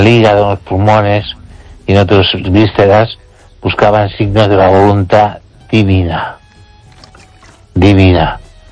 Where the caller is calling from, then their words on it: Ourense, Galicia, Spain; desde Orense.